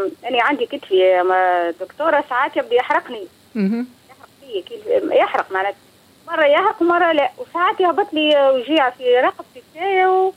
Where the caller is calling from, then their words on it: Mahdia, Mahdia Governorate, Tunisia; من مهديه.